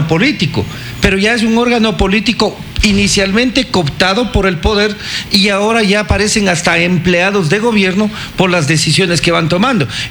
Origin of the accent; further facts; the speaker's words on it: Ecuador; en la necesidad nuestra como ecuatorianos de tener una capacidad de elegir con las normas de juego claras.